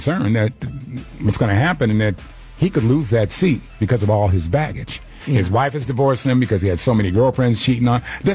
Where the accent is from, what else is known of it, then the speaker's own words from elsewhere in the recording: San Antonio, Texas, United States; born there; I was born in San Antonio, didn't live there.